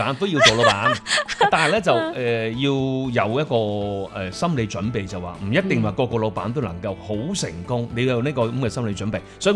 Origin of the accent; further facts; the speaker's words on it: Guangdong, China; 呢幾樣嘢都好似好啱我哋廣東人，特別東莞嘅貿易協啊